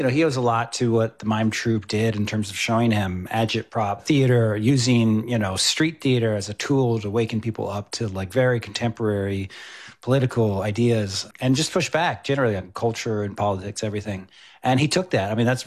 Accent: Texas, United States; I mean, I grew up, you know, far away from Southern Californian Chicano epicenter. I grew up in North Texas, but my father didn't have much contact with Chicano American history either.

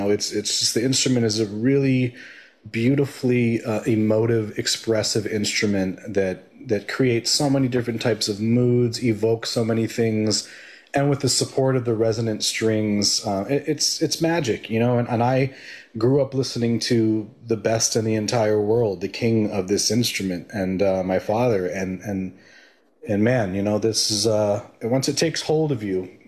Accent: Marin County, California, United States; I was brought up here in Marin County, I born and raised, I've always had a unique kind of experience. Culturally, I'm mixed race.

